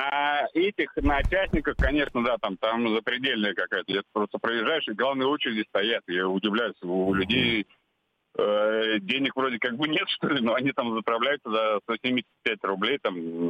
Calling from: Nizhny Novgorod, Nizhny Novgorod Oblast, Russia; я из Нижнего Новгорода вам звоню.

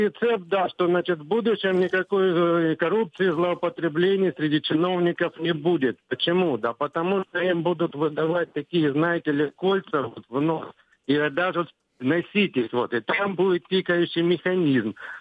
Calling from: Krasnodar, Krasnodar Krai, Russia; из Краснодара, постоянный слушатель.

